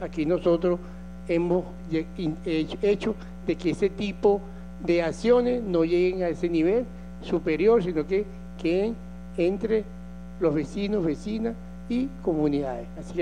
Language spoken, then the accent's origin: Spanish; Venezuela